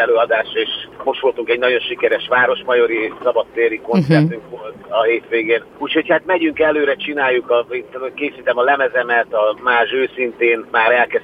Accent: Nyíregyháza, Szabolcs-Szatmár-Bereg, Hungary; aminek lesz Nyíregyházán is, hogyha ott jársz itt a szülővárosunkban

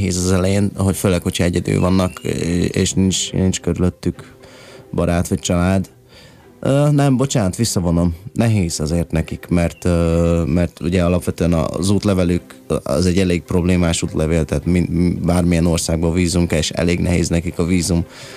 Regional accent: Hungary; also born or lived in Vienna, Austria; Hát ma itt nőttem föl igazából, úgyhogy 4 éves korom óta itt vagyok.

